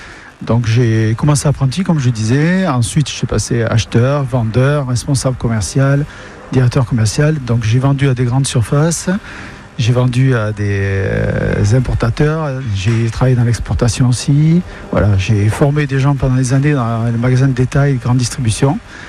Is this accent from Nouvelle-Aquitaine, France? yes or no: yes; Bayonne, Nouvelle-Aquitaine, France; moved away as an adult; also born or lived in Bordeaux; Moi, je suis né à Bayonne, j'ai grandi à Bayonne, mais je suis parti apprendre le métier à Bordeaux.